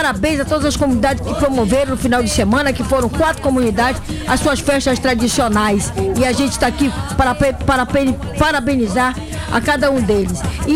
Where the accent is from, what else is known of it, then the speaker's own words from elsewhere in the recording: Brazil; Eu também sou brasileira.